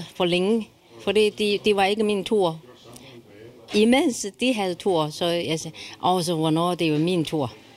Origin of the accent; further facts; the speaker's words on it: China; now in Odense, Denmark; Jeg kommer fra Kina.